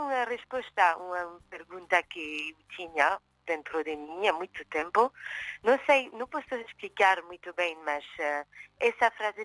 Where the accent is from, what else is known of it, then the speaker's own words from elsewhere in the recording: France; accent: French; first language French; Portuguese is a second language; tem um sotaque francês, mas tem o fado.